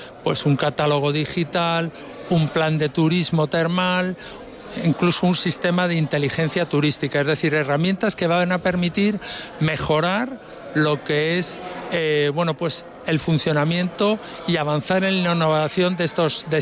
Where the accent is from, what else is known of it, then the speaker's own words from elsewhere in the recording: Madrid, Community of Madrid, Spain; soy de Madrid, vivo en Madrid.